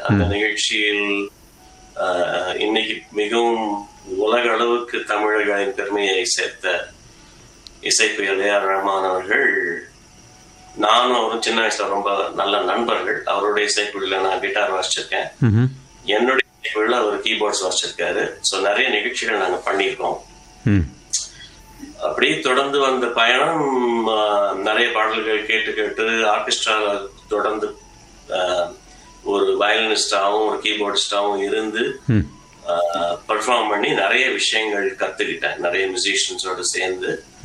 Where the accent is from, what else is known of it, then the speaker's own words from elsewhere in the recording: Chennai, Tamil Nadu, India; moved away; நான் பிறந்து வளர்ந்ததெல்லாம் சென்னை. சோ அங்க நான் ஒரு இசை குடும்பத்தில் பிறந்தவன்.